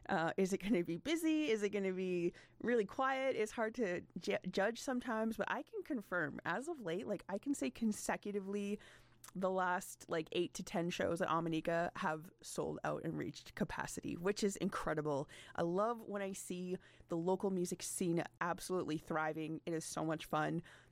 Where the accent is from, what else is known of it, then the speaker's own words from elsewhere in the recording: Prince George, British Columbia, Canada; I know for myself personally, like I born and raised in Prince George